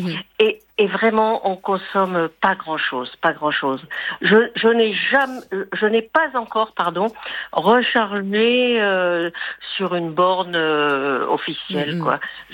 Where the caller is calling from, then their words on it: Nouvelle-Aquitaine, France; Je vis à Hydron, un petit village à côté de Pau.